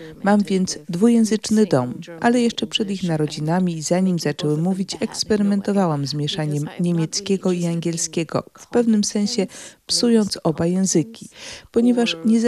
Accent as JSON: {"language": "Polish", "country": "Germany", "tie": "born or raised there", "also_born_or_lived": "New York", "first_language": "German", "second_language": "Polish", "moved": "as an adult", "said": "wróciłam też do mojego dzieciństwa, które upłynęło w zasadzie jednojęzycznie. Dorastałam w Niemczech, moi rodzice są Niemcami."}